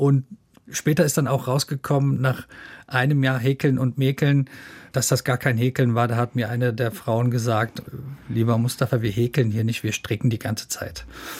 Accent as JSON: {"language": "German", "region": "Berlin", "country": "Germany", "said": "Das erste, was ich gemacht habe, ist als Berliner meine Netzwerke aufzusuchen"}